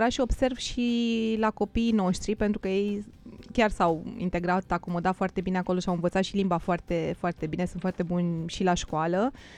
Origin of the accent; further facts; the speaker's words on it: Pitești, Argeș, Romania; Uite, și Diana, sora noastră de dor, până când n-a citit textul meu din carte, nu știa că sunt din Pitești. Pentru că păream destul de bine integrat aici.